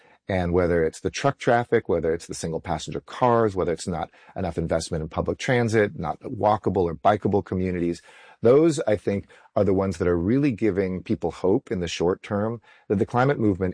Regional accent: Los Angeles, California, United States; now in New Delhi, India; I mean, growing up in Los Angeles in the 70s, 80s, I thought was bad.

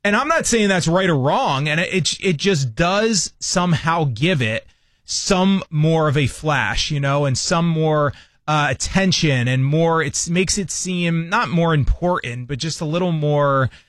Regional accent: East Coast, United States; now in Midwest, United States; I grew up on the East Coast. Maybe I still have that East Coast bias. I don't think that I do. I've been in the Midwest for most of my adult life

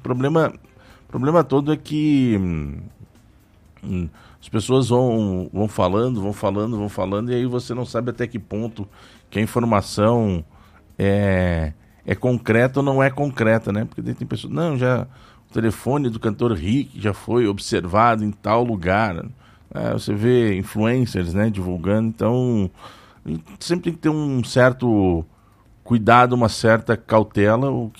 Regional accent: Brazil; Eu sou brasileiro com muito orgulho, com muito amor, né?

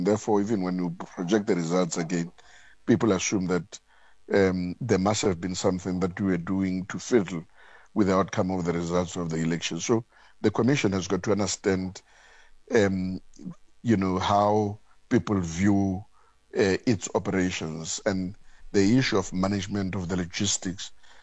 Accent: South Africa

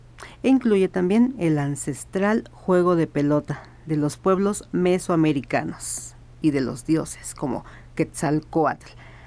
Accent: Mexico; esa riqueza que tenemos como mexicanos

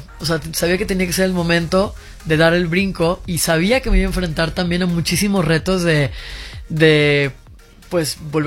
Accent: Mexico; moved away as an adult; also born or lived in Guadalajara; Sí, estudié música, me fui a Guadalajara a estudiar música. Yo soy de La Baja.

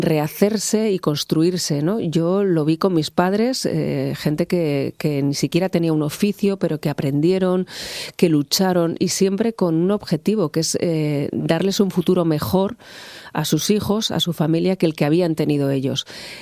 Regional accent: Pamplona, Falces, Navarre, Spain; uno a mi tierra, a Pamplona, a Navarra, a Falces

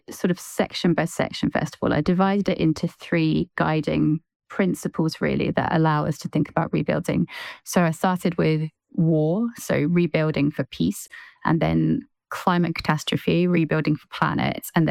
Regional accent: Glenrothes, Scotland, United Kingdom; Glenrothes, my hometown

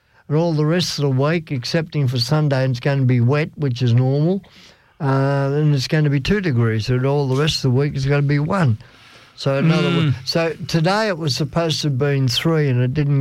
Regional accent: Australia; because I am an Australian. I was born and bred in the place, excepting for about 2 or 3 years when I was over in the US of A. And in Malaysia and in China, Japan and in Thailand.

